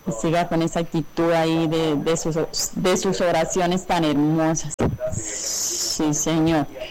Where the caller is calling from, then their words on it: Colombia; Cuando me vine de mi casa de Belén